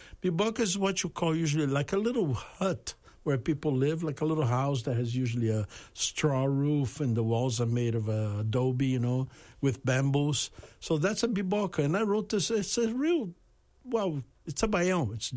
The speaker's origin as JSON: {"language": "English", "region": "Southeast", "country": "Brazil", "said": "I am not from the Northeast. I'm from the Southeast. But my relatives come from there."}